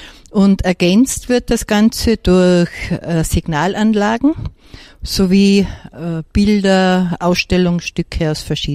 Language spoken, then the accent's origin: German; Tyrol, Austria; Ich bin ja keine gebürtige Osttirolerin, sondern ich bin an der Zillertalbahn aufgewachsen